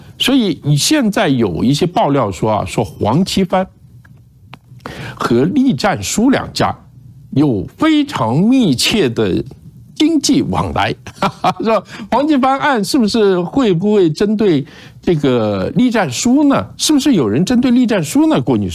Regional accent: Guangzhou, Guangdong, China; 我告诉大家那就是我长大的地方，广州。

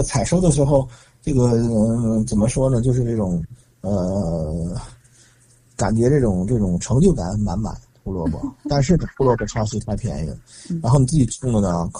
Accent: Tianjin, China; now in United States; 作为一个天津人呢，就是说我们有句俗语叫做，就是个萝卜就肉茶，气的大夫满街爬

